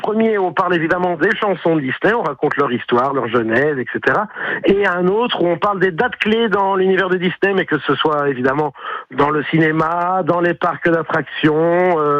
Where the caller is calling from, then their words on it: Couture-sur-Loire, Centre-Val de Loire, France; je suis de Couture-sur-Loire